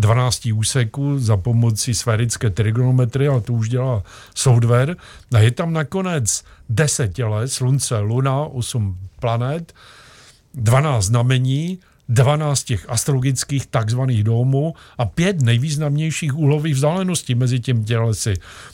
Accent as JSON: {"language": "Czech", "town": "Ostrava", "region": "Moravian-Silesian Region", "country": "Czechia", "tie": "born or raised there", "also_born_or_lived": "Opava", "said": "Narodil jsem se v Opavě, ale vyrůstal v Ostravě"}